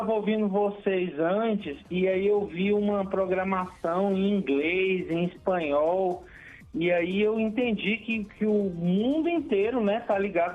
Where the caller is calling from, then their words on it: Brasília, Federal District, Brazil; Eu sou aqui de Brasília, moro aqui no Gama.